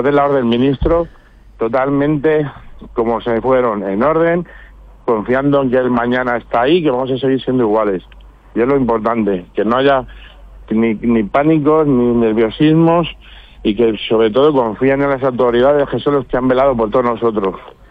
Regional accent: Community of Madrid, Spain; un pueblo unido y unos talegueros que damos ejemplo a toda la Comunidad de Madrid

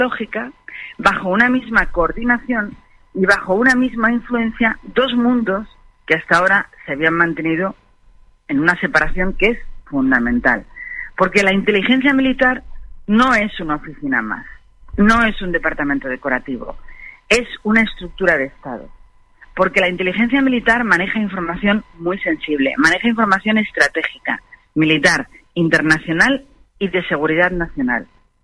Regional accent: Spain; el Estado somos los españoles.

